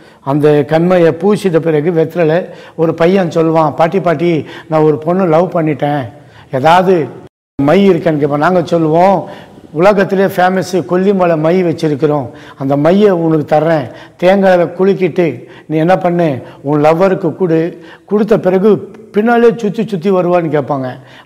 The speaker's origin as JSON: {"language": "Tamil", "town": "Tiruvannamalai", "region": "Tamil Nadu", "country": "India", "tie": "born or raised there", "said": "என்னுடைய ஊர் சொந்த ஊர் திருவண்ணாமலை. திருவண்ணாமலை பட்டணத்தை தான் நான் வளர்ந்தேன், பிறந்தேன், அங்கே தான் இருந்தேன்."}